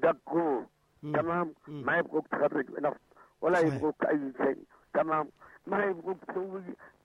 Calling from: Yemen

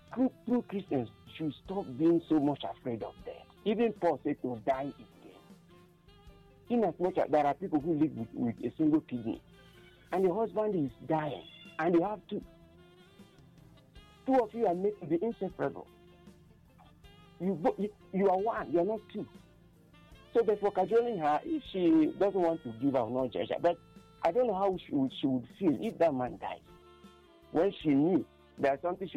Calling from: Nigeria; from Ebon State.

